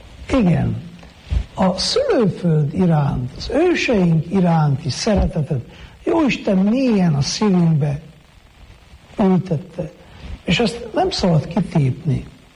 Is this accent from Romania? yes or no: yes; Miercurea Ciuc, Harghita, Romania; nekem mondjuk Csíkszeredában, mert itt nőttem fel